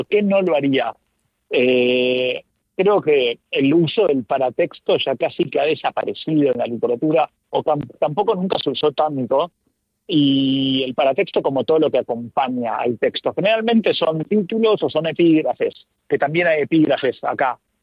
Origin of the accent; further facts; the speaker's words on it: Argentina; yo soy argentino, publiqué en España